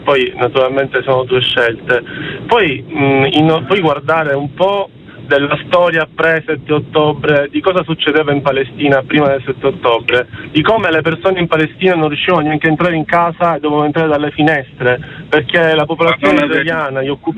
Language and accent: Italian; Monza, Lombardy, Italy; accent: Sicilian; Anch'io sono di Monza, anche se non ho quell'accento lì